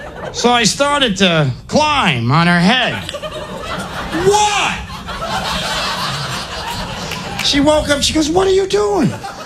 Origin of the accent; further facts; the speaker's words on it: New York, United States; Doc, I come from New York. I got money.